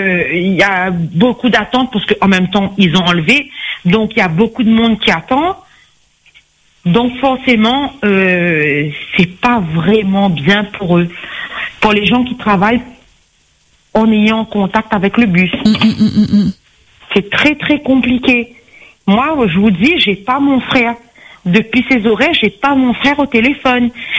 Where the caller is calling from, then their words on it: Saint-Leu, Réunion; on est de Saint-Leu